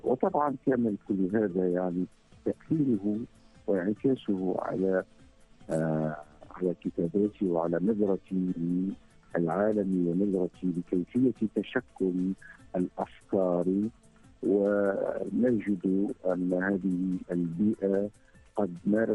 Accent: Gafsa, Gafsa Governorate, Tunisia; وأنا ابن الجنوب التونسي بمدينة قفصة، و ومدينة دفة أساساً، دفة حتى نقول، وهي مدينة عريقة

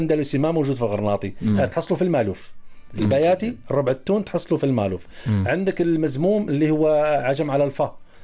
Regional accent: Morocco; وباقي حال الجمعيات مثلا عندنا في المغرب

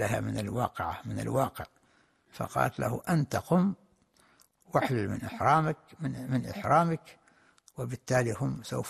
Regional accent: Oman; وكم هنا عندنا في عمان حقيقة كم من النساء نسمع عنهن

